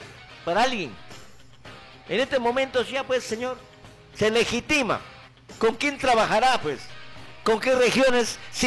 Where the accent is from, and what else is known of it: Peru